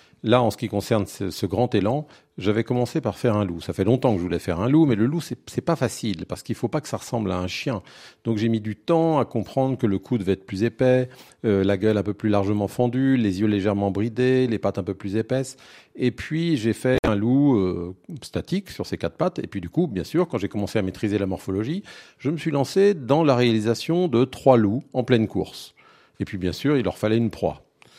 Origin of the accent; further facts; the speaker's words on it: Rennes, Brittany, France; c'est alors que j'étais encore lycéen à Rennes, où je suis né à Rennes en Bretagne.